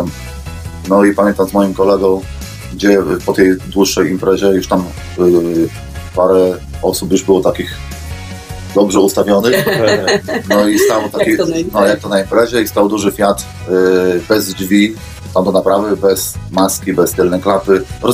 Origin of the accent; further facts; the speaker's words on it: Przemyśl, Subcarpathian Voivodeship, Poland; bo mówi, że na przykład jest taka góra u nas w Przemyślu, że ja pochodzę z Przemyśla